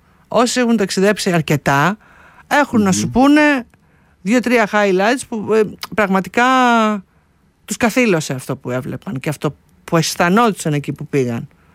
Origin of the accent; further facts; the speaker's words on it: Athens, Attica, Greece; Εγώ που δεν είμαι από πουθενά, είμαι από την Αθήνα